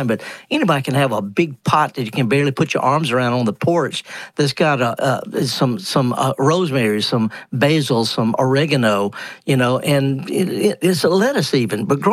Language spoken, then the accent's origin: English; Mississippi, United States; you're from Michigan, I'm from Mississippi